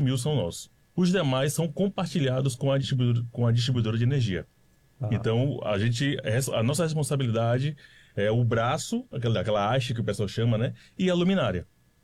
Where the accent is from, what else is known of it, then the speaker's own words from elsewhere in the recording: Salvador, Bahia, Brazil; Não, eu sou de Salvador, sou baiano, estou aqui há 4 anos.